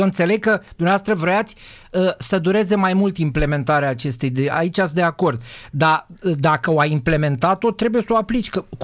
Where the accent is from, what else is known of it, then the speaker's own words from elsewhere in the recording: Romania; noi stăm ca proști așa, în general, ca români